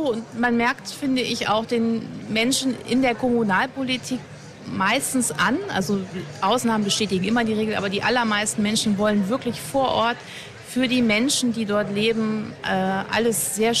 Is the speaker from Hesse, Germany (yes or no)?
yes; Hesse, Germany; now in Lower Saxony, Germany; Ich bin ja ursprünglich Hessin.